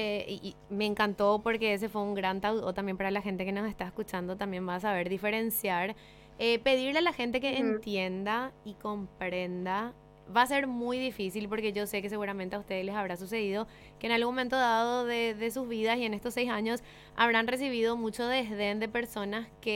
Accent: Paraguay; Somos todos Misses y Misters cuando salimos del país y nos toca decir, yo soy de Paraguay.

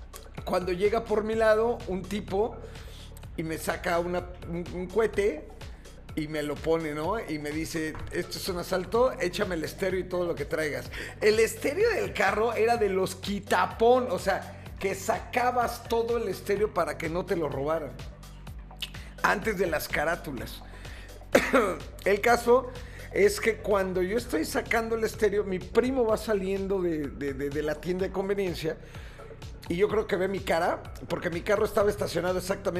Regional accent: Mexico City, Mexico; siendo chilango

